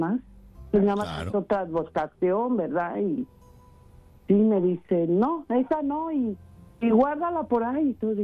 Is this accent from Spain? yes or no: no; León, Guanajuato, Mexico; Yo me recuerdo allá en mi pueblo. Yo soy de León, Guanajuato.